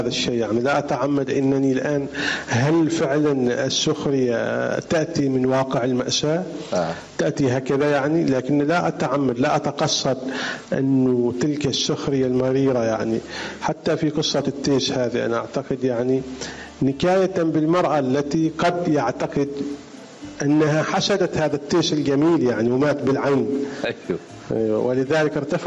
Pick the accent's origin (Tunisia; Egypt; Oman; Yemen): Oman; كلنا إحنا كعمانيين